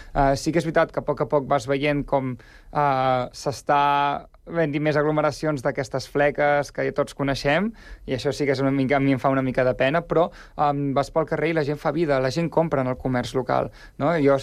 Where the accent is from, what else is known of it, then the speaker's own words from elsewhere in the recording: Girona, Catalonia, Spain; Al final, venim de Girona, que és també, jo considero que és una ciutat petita